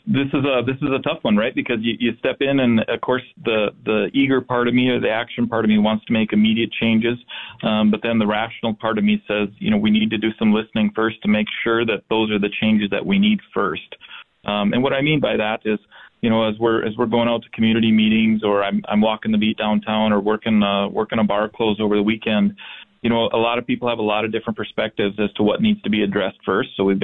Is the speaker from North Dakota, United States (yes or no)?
yes; North Dakota, United States; now in Fargo, United States; So definitely consider myself a local, kind of born and raised in North Dakota, just a small town not too far from Fargo